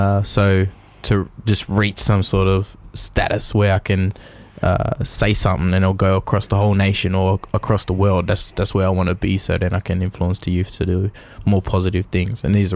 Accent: Mildura, Victoria, Australia; she was an elder of the community I grew up in Mildura.

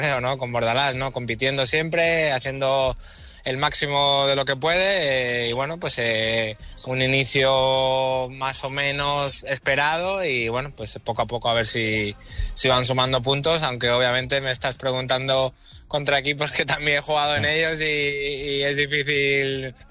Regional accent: Málaga, Andalusia, Spain; Y para mí, siendo malagueño, habiendo jugado en la cantera y luego en el primer equipo, y, bueno, yo vivo aquí, mi casa está aquí

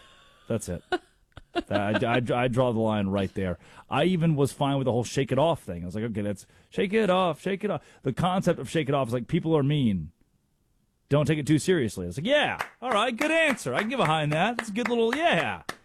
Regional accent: United States; I'm from a different South. I'm from Dry County South, where if you did alcohol, you were going to hell.

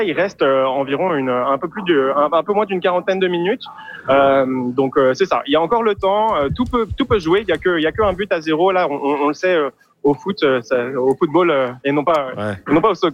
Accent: France; accent: French; now in Sept-Îles, Canada; vous l'entendez à mon accent. Moi, je suis français.

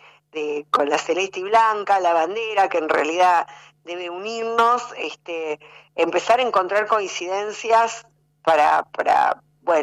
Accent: Argentina

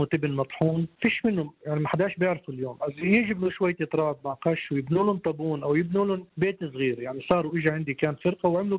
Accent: Yanouh, South Governorate, Lebanon; وأنا من قرية ينوح مواليد 71 في ينوح.

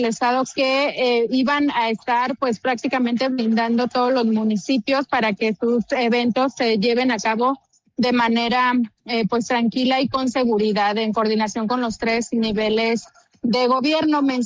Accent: Mexico

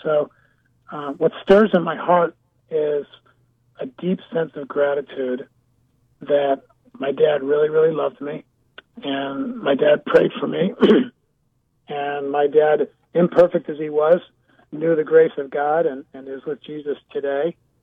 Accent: Bethesda, Maryland, United States; also born or lived in San Diego / Buffalo; So I grew up in San Diego, Buffalo, and Bethesda, Maryland, outside of D.C.

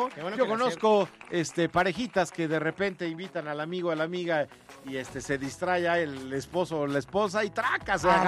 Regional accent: Mexico; Somos mexicanos, mi querido Alpizar, y se las ingenia uno.

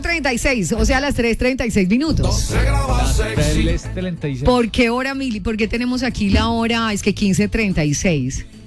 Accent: Eje Cafetero, Colombia

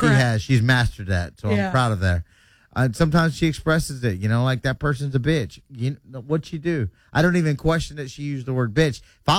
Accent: Panama City, Florida, United States; my hometown representing stupid news today, Panama City.

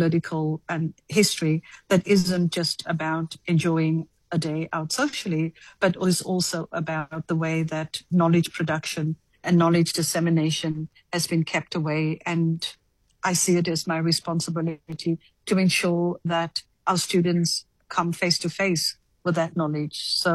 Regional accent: Cape Town, Western Cape, South Africa; also born or lived in District Six, Cape Town; we were forcibly removed to Lavender Hill on the 4th of August, 1973. So I grew up in Lavender Hill. I went to Steinberg High School.

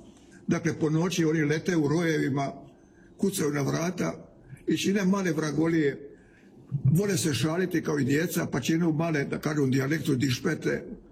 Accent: Trogir, Split-Dalmatia County, Croatia; Međutim, poznam Maciće iz mog rodnog Trogira, to je jedna malo tužnija varijanta nego vaši viški.

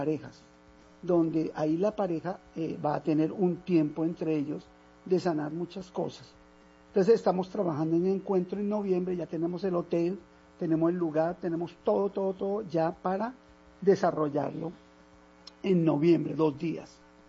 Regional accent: Bogotá, Colombia

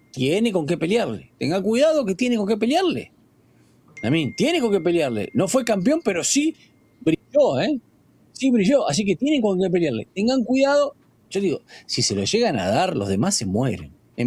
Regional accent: Argentina; Y esto no es porque soy argentino

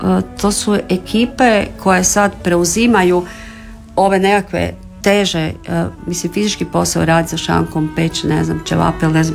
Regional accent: Slatina, Virovitica-Podravina County, Croatia; on je rođen i ja sam rođena u Virovitici, ali on je baš Virovitičanin, a ja sam zapravo iz Slatine, iz jednog najljepšeg sela u Slavoniji koji se zove Nova Bukavica.

